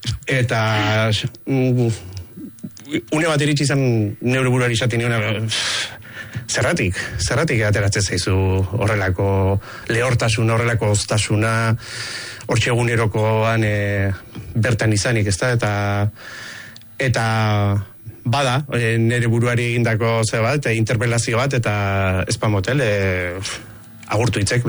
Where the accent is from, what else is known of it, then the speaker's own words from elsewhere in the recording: Urretxu, Basque Country, Spain; zelai aristi nire hortzareko frontoia da, uzoko frontoia da, frontoi irekia.